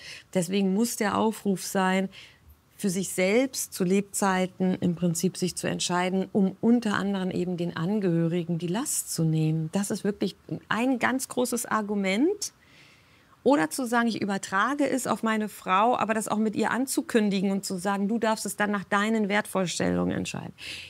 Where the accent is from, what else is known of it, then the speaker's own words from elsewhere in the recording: Bad Wildungen, Hesse, Germany; born there; Selbst innerhalb von Hessen, wenn am Edersee in Bad Wildungen, wo ich geboren bin, eine Spende ist